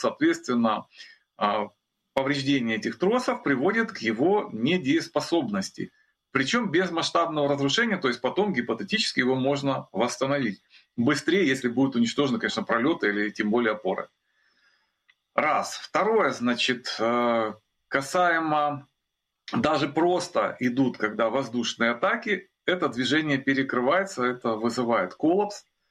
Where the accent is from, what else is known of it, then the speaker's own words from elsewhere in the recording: Kyiv, Ukraine; как коренного киевлянина